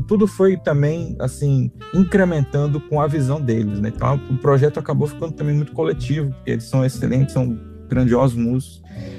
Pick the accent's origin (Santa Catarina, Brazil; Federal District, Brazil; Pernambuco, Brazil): Federal District, Brazil; Brasília; born there; essa identidade e essa referência às minhas raízes brasileiras, mas também à minha terra natal